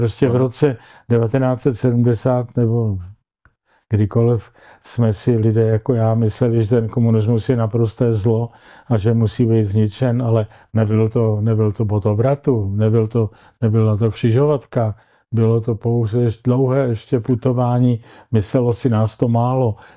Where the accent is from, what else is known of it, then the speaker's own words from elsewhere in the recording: Prague, Czechia; na otázku, odkud jste, já jsem říkal, I am from Europe. Protože jak jsem si myslel, že říkat z nějakých Čech nebo z Prahy, že tam ty lidi vůbec by netušili, co to znamená.